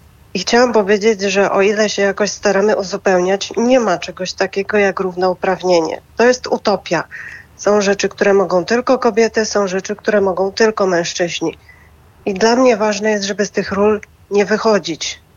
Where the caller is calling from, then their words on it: Łódź, Łódź Voivodeship, Poland; ja dzwonię z Łodzi.